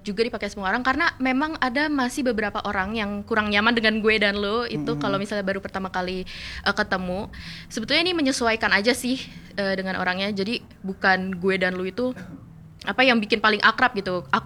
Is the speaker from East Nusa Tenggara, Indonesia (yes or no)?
no; Bekasi, West Java, Indonesia; Jadi saya sendiri itu berasal dari Bekasi yang secara administratif masuk Provinsi Jawa Barat gitu.